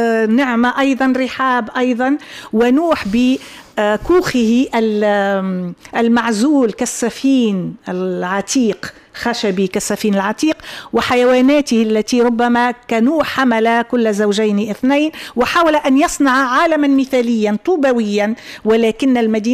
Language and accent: Arabic; Tunisia; باعتبارنا تونسيين